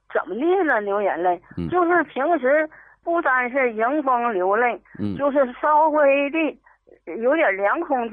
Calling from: Shenyang, Liaoning, China; 我是沈阳的一个老太太，

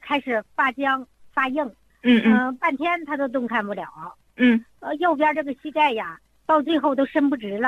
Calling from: Shandong, China; 我家是山东的。

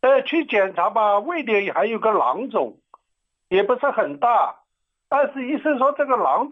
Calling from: Sichuan, China; 你看我们四川人嘛就爱吃麻和辣，没得辣椒啊根本都吃不下饭

